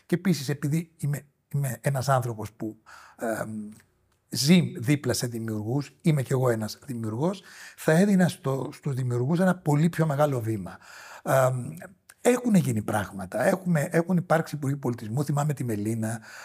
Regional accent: Greece

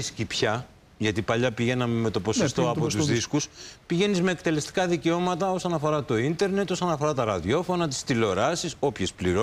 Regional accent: Tripoli, Peloponnese, Greece; Αν και είμαι και εγώ από την Τρίπολη, όπως ο … είναι από την Ασέα

